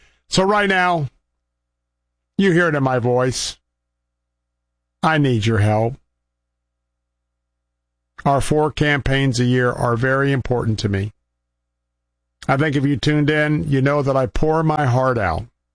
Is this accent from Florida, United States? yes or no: yes; Tampa, Florida, United States; broadcasting from Tampa this afternoon. As always, my hometown.